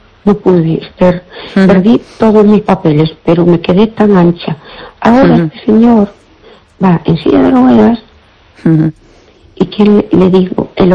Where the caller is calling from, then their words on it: Fene, Galicia, Spain; Hola, buenas noches